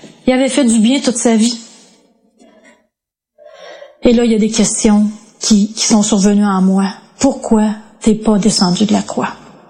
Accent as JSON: {"language": "French", "town": "Quebec City", "region": "Quebec", "country": "Canada", "tie": "born there"}